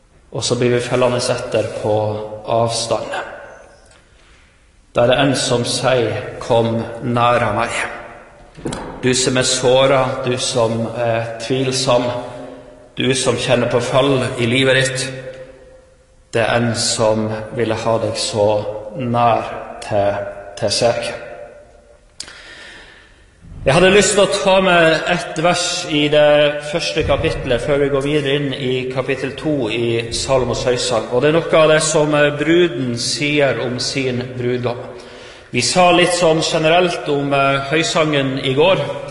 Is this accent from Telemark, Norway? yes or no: no; Troms, Norway; Jeg kommer ifra Troms, bor i en liten bygd som heter Karvikhamn